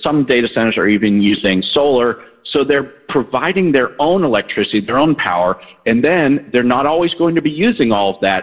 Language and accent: English; Ohio, United States; So I remember growing up in Northeast Ohio, there was this idea of energy production that would be coming there.